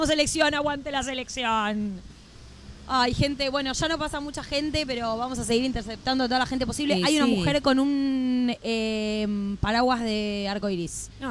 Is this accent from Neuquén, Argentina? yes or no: no; Buenos Aires Province, Argentina; yo soy del conurbano